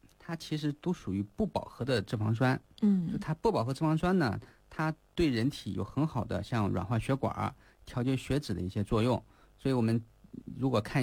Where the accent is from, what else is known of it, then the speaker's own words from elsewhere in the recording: China; 我们中国人